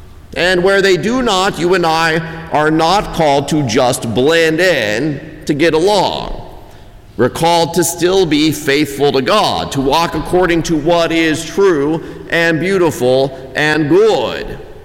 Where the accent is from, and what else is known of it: United States